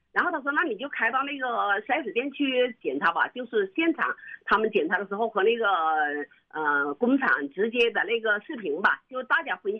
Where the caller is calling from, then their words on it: Changsha, Hunan, China; 我们长沙话叫矮的了